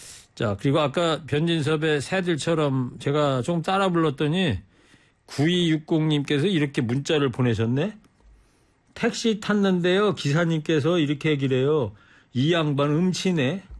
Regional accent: Anseong, Gyeonggi Province, South Korea; 저의 제 고향 집이 그 금광저수지 옆에요.

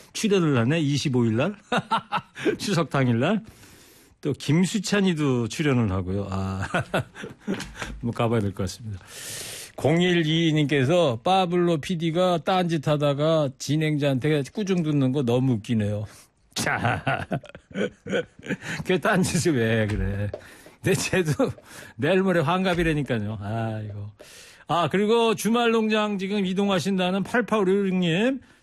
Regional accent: Anseong, Gyeonggi Province, South Korea; 저희 고향, 예, 안성 죽산

